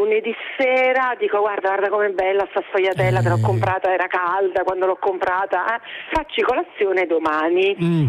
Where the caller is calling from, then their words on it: San Donato Milanese, Lombardy, Italy; Lavoro a Milano e vivo a San Donato Milanese. Naturalmente ogni tanto vado giù a Napoli.